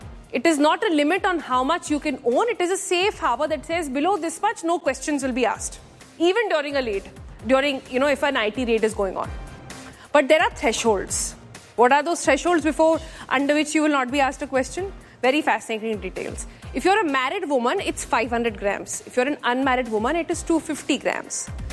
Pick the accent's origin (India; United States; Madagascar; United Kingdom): India; we as Indian citizens